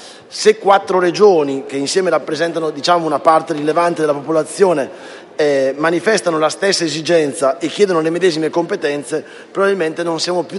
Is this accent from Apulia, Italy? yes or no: no; Lombardy, Italy; lo dico da lombardo